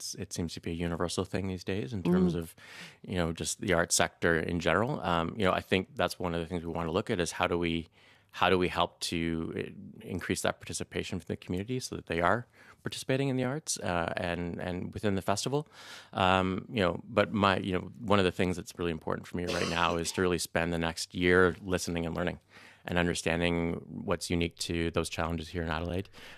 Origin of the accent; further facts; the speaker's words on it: Ottawa, Ontario, Canada; So originally from Ottawa, nation's capital.